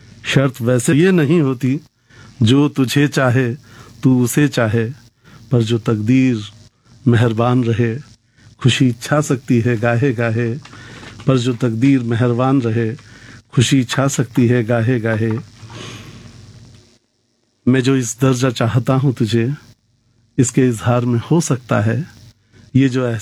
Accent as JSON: {"language": "Hindi", "town": "Tanda", "region": "Uttar Pradesh", "country": "India", "moved": "as an adult", "lives_now": "Moradabad, India", "said": "मैं रामपुर जनपद के टांडा का निवासी हूँ।"}